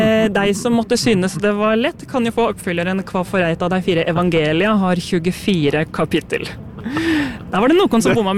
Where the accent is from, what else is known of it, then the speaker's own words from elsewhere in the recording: Kviteseid, Vestfold og Telemark, Norway; now in Oslo, Norway; Jeg stilte i Vest-Telemarks bunad med rundtrøye, er det fulle navnet på den, for jeg er fra Kvitsøy i Vest-Telemark.